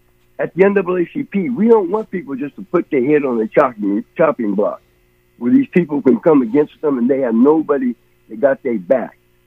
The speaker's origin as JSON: {"language": "English", "town": "Seattle", "region": "Washington", "country": "United States", "tie": "born or raised there", "said": "I was born and raised in Seattle. I'm a projects kid coming out of High Point."}